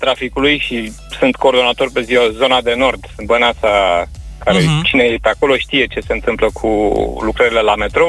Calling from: Bucharest, Romania; din București.

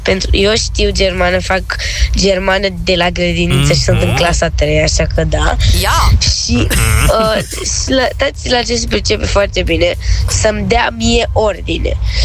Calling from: Bucharest, Romania; din București.

